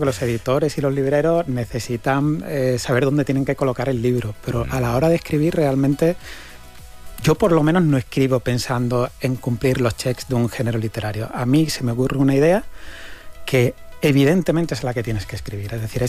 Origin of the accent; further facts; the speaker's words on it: Cádiz, Andalusia, Spain; now in Costa del Sol, Spain; yo no soy de Málaga, yo soy de Cádiz, llevo 15 años viviendo allí en la Costa del Sol